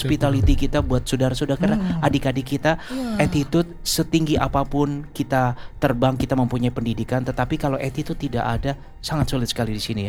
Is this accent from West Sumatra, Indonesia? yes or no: yes; West Sumatra, Indonesia; dari kampung saya Sumatera Barat.